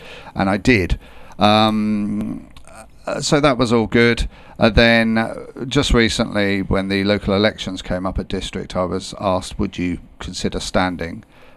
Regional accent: Huntingdon, East of England, United Kingdom; I was born in Huntingdon, made, born and bred, I like to say, in the town of Huntingdon.

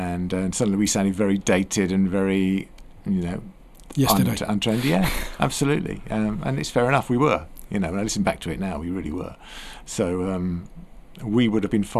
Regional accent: St Ives, East of England, United Kingdom; Yeah, well, St Ives. The gigs so far have been in Somersham, St Ives, Buckton, and someone else I can't remember at the moment.

